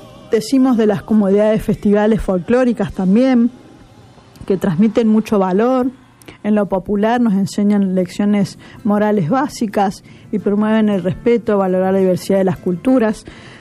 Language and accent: Spanish; Argentina; pensamos en lo que es nuestro como argentino, en nuestras tierras